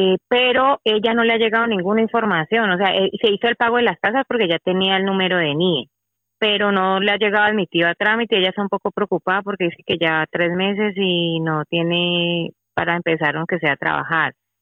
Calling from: Madrid, Community of Madrid, Spain; me comunico aquí en Madrid.

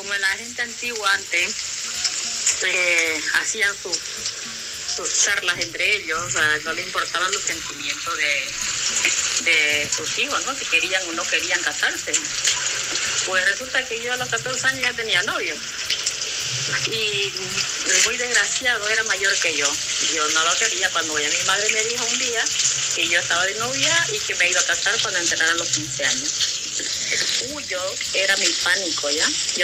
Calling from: Bolivia; soy de Bolivia

